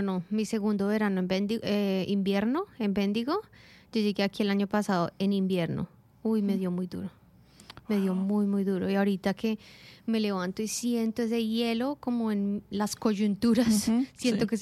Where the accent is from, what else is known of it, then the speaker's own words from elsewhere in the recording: Bogotá, Colombia; A mí me costó un tiempo acostumbrarme porque de donde vengo, de Bogotá, es siempre una sola temporada.